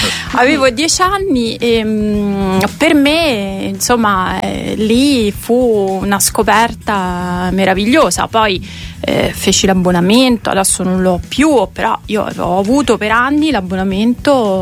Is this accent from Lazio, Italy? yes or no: yes; Rome, Lazio, Italy; Ovviamente io sono tifosa della Roma, nata e cresciuta a Trastevere, non poteva essere altrimenti. Non esistono laziali a Trastevere e quindi io sono cresciuta nel mito giallorosso.